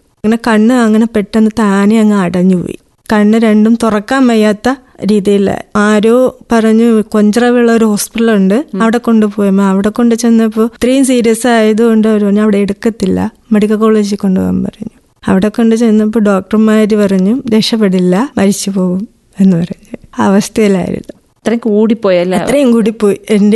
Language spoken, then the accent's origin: Malayalam; Attingal, Kerala, India; moved away as an adult; now in Perumkadavila, India; സ്വദേശം ആറ്റിങ്ങൽ. വിവാഹം ചെയ്തുകൊണ്ട് വന്നത് പെരുക്കട.